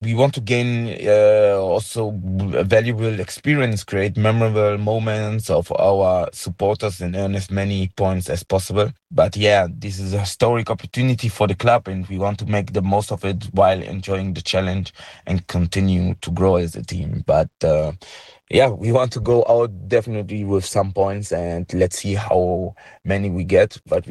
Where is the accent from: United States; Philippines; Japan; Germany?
Germany; I was born and raised in Germany, but I'm very proud of my Rwandan roots and of the opportunity to represent Rwanda internationally.